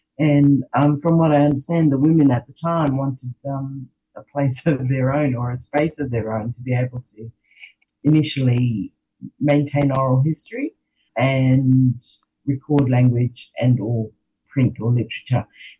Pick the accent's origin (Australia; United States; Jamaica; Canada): Australia; Broome, Western Australia; certainly when, I guess, Mitch and I grew up here in Broome.